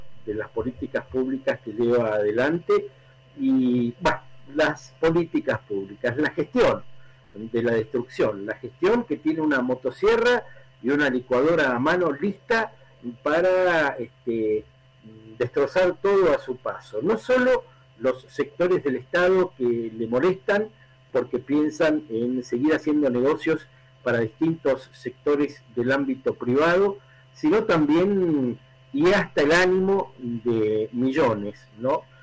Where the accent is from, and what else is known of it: Argentina